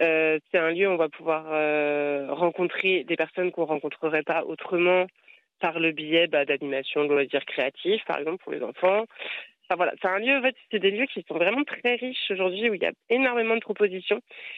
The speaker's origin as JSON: {"language": "French", "region": "Brittany", "country": "France", "said": "Et il se trouve que moi-même, je suis bretonne, je l'exerce dans les Côtes d'Armor, à Fréhel."}